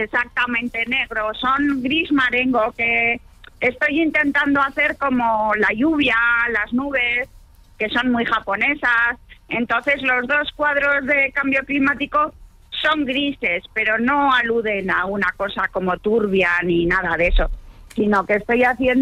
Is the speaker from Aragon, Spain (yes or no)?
no; Bilbao, Basque Country, Spain; moved away; also born or lived in London / Barcelona / Baltimore / Vigo; Soy bilbaína.